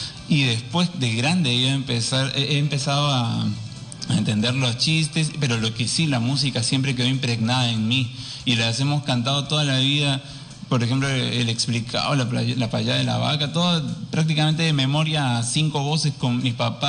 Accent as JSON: {"language": "Spanish", "country": "Peru", "said": "yo soy el peruano, a mucha honra"}